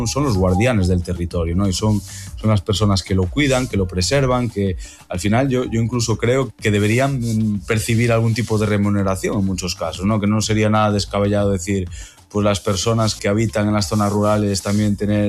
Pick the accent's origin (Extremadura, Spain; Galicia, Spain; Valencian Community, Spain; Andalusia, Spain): Galicia, Spain; trabajando en mi tierra, en Galicia